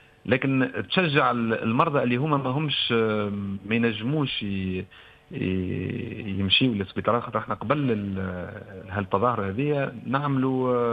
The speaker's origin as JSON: {"language": "Arabic", "country": "Tunisia", "said": "احنا عندنا موجود في تونس"}